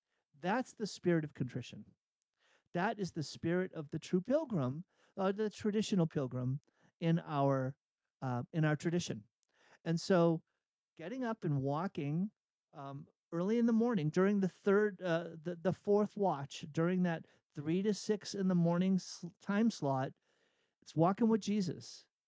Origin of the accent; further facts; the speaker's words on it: Massachusetts, United States; now in Boise, United States; I grew up in outside of Boston